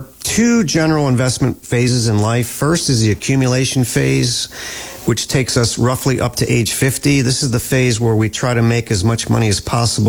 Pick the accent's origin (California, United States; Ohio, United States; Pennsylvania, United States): Pennsylvania, United States; Harrisburg; born or raised there